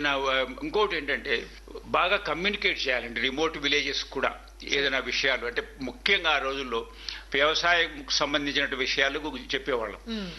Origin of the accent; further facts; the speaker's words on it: Kadapa, Andhra Pradesh, India; నేను ఇంకా స్కూల్లో ఉండగానే మొట్టమొదటిసారి కడపలో కూడా మా నేటివ్ ప్లేస్ లో రిలే స్టేషన్ పెట్టారు